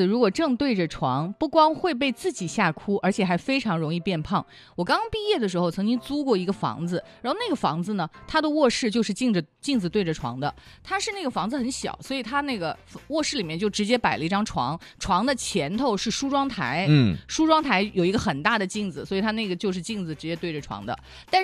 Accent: Hunan, China

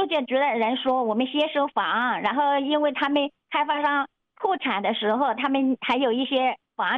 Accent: Hunan, China; born there; 我也是这个湖南省出生的公民

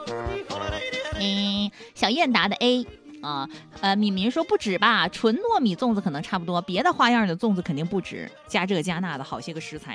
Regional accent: Hunan, China; 作为一个湖南人

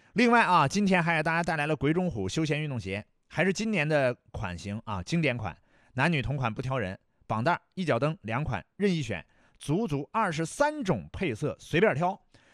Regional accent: Hunan, China; 还有咱们湖南人一吃就忘不了的滩羊肉

